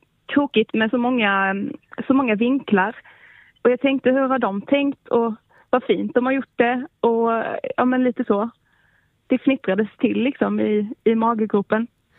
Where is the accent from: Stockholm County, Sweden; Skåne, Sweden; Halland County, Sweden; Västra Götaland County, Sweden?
Halland County, Sweden; Hasslöv; Jag kommer själv från Hasslöv, så kärleken finns väl mycket här nere.